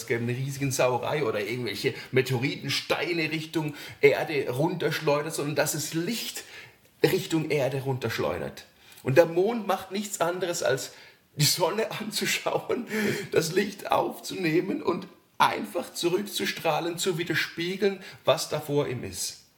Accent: Switzerland

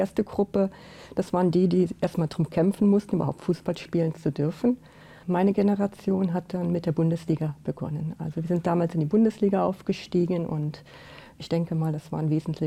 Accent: Germany; Ich bin also in der Eifel aufgewachsen und in einer sehr katholischen Gegend auch.

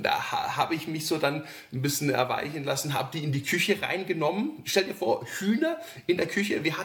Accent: Switzerland; für mich als Schweizer

